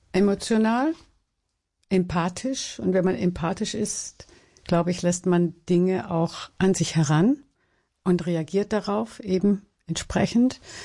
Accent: Baden-Württemberg, Germany

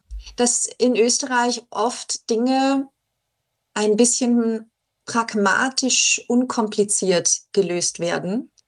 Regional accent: Germany; moved away as an adult; now in Austria; ich komme halt von 50 Kilometer in die Richtung. Also es ist ja sehr uninteressant eigentlich, dass ich aus Deutschland bin

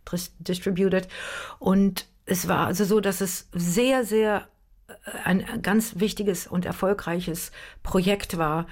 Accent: Germany; moved away as an adult; dass ich dann auch Audition machen durfte als Deutsche in London

